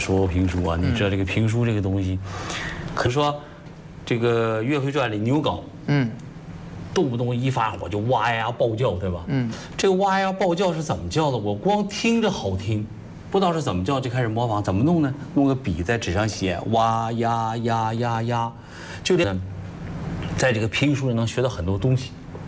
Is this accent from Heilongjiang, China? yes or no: yes; Harbin, Heilongjiang, China; now in Sheyang, China; 我是生在射阳，长在东北，我是在哈尔滨长大的。这个当时呢，我父亲在部队